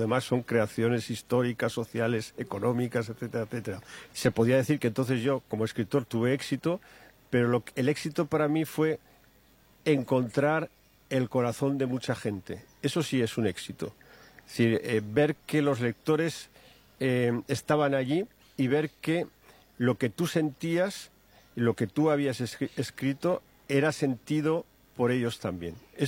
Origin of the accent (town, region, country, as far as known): Spain; born or raised there